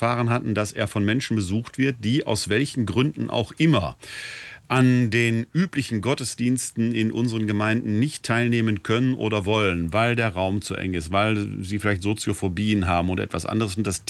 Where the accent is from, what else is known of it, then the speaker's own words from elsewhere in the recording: Essen, North Rhine-Westphalia, Germany; weil ich in meiner Jugendzeit in meiner Heimatgemeinde in Essen-Altendorf an einer religiösen Jugendfreizeit teilgenommen habe